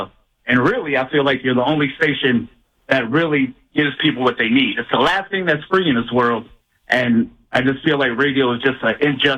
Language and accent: English; Florida, United States; Howard Stern, Limbaugh, I'm from Palm Beach County.